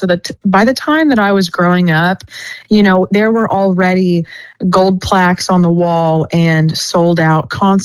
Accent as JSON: {"language": "English", "town": "Nashville", "region": "Tennessee", "country": "United States", "tie": "born or raised there", "said": "I'm born and raised in Nashville in this Christian music community. And so I've grown up. I mean, I was born in 2003"}